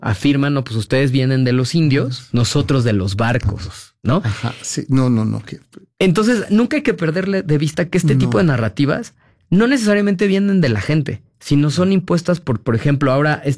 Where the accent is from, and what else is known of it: Mexico